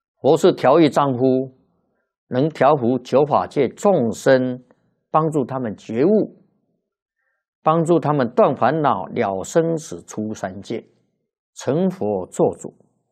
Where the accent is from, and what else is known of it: China